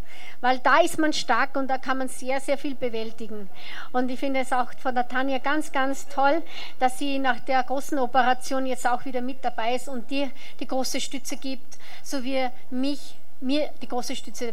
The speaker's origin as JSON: {"language": "German", "country": "Austria", "said": "Und da habe ich mich gefühlt, wie wenn wir bei uns in Österreich am Attersee sind."}